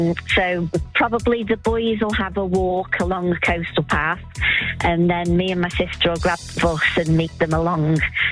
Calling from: Newcastle-under-Lyme, West Midlands, United Kingdom; We're going from Newcastle-under-Lyme in Staffordshire

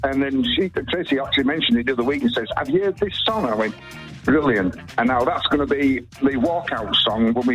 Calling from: Bradford, Yorkshire and the Humber, United Kingdom; I'm calling from Bradford.

